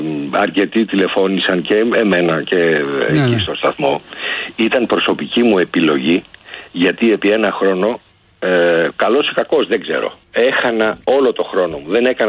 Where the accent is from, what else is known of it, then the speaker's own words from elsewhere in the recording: West Greece, Greece; Δηλαδή ένα νοσοκομείο στο Αγρίνιο, ένα στο Μεσολόγγι, που είναι διαφορά, λέω για την πατρίδα μου, που είναι ενός τετάρτου.